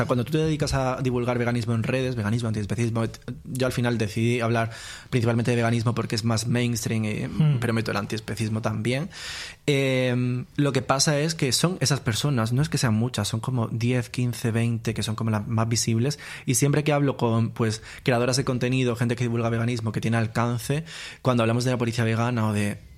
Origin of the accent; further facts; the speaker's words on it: Andalusia, Spain; accent: Andalusian; a mí se me va el acento andaluz, hablo como más neutro, no sé qué. Las redes sociales me hicieron así, estoy como luchando con eso.